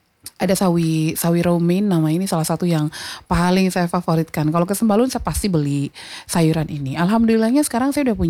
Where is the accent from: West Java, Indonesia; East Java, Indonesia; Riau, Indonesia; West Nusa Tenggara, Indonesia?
West Nusa Tenggara, Indonesia; Lombok; kita juga warga Lombok